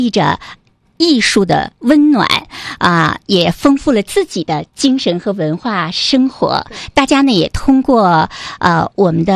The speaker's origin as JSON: {"language": "Chinese", "town": "Changchun", "region": "Jilin", "country": "China", "tie": "born there", "said": "作为长春人，我觉得生在这块土地上，我们会感觉非常的幸福"}